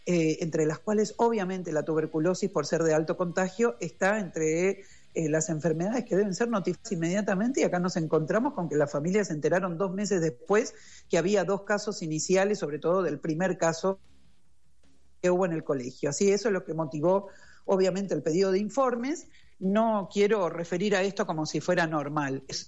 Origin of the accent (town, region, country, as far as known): Buenos Aires, Argentina